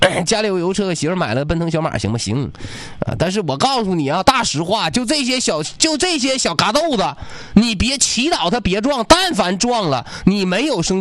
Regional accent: Northeast China, China; 但是我们东北人都知道呲儿的是什么意思

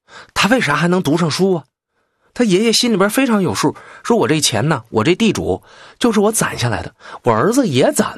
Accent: Northeast China, China; accent: Northeastern; 用我们东北话来讲跟头把似的。

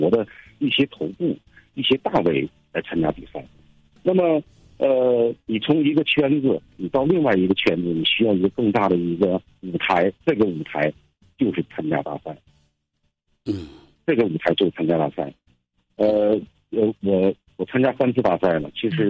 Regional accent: Jilin, China; born or raised there

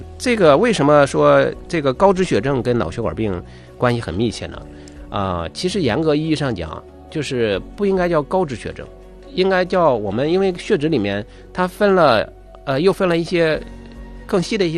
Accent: Northeast China, China; 咱们东北这边有一个说法叫立秋之后贴秋膘

